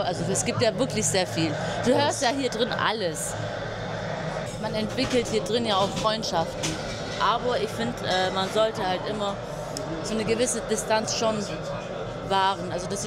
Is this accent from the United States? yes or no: no; Turkey; ich bin ja Türkin